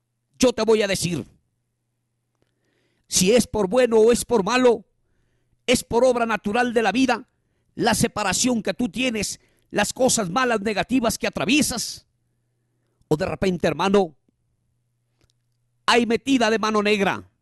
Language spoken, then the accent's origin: Spanish; Salas, Lambayeque, Peru; soy un maestro norteño, desde Salas Penachí a San Luis.